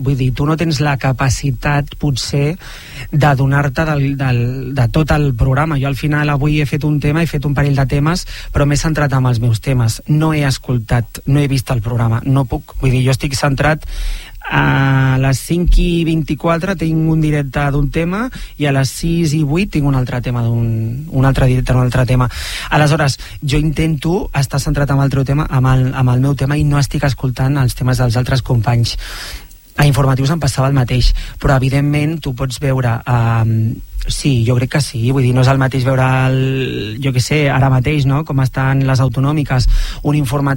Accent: Barcelona, Catalonia, Spain; born there; jo sóc català, he nascut a Barcelona, parlo perfectament català

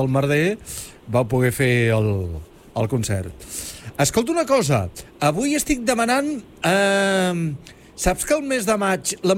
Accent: Olot, Catalonia, Spain; jo sóc d'Olot

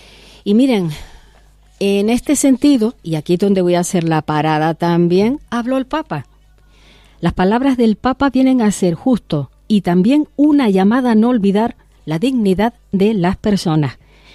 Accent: Canary Islands, Spain; Y Canarias conoce esta realidad de primera mano. Por nuestra posición geográfica somos frontera sur de Europa

